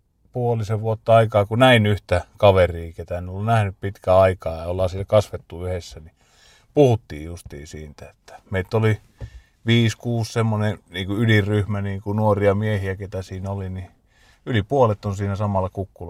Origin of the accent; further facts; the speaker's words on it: Espoo, Uusimaa, Finland; moved away; mä oon kasvanut tuolla Espoon keskustassa Suvelassa, että oikein semmoisessa hienossa slummialueella.